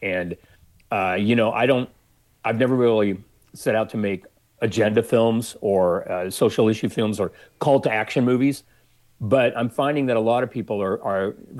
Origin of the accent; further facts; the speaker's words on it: Seattle, Washington, United States; I'm from Seattle